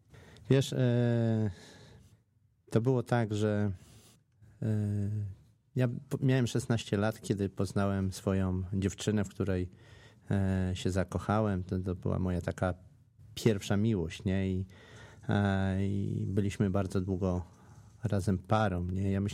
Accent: Warsaw, Masovian Voivodeship, Poland; wychowałem się na warszawskiej Pradze, nie?

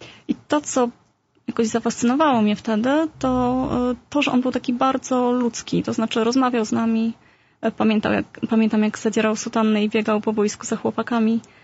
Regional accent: Warsaw, Masovian Voivodeship, Poland; born there; Nie, to ja mieszkałam, wychowywałam się w takiej dzielnicy, właściwie takiej warszawskiej Pradze, trochę można powiedzieć.

